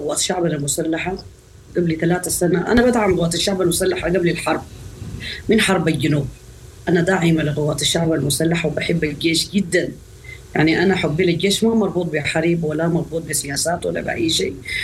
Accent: Sudan; أنا كسودانية

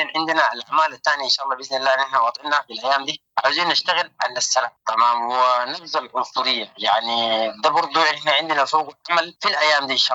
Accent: Sudan

